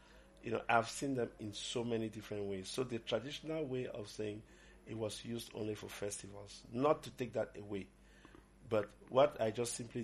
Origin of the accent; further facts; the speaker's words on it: Cameroon; I'm from Cameroon, Abidjan